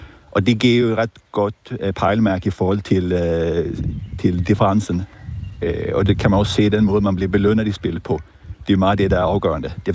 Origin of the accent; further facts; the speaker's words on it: Sweden; Danish is a second language; now in Denmark; Jeg er fra Sverige.